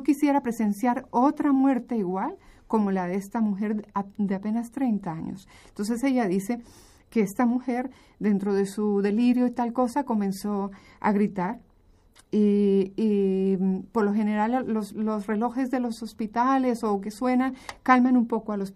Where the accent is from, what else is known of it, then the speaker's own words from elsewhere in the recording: Colombia; moved away; Vengo de Colombia, mi país de origen.